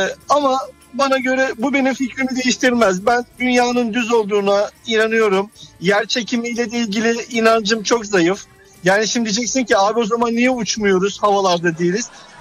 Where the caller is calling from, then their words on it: Istanbul, Turkey; İstanbul.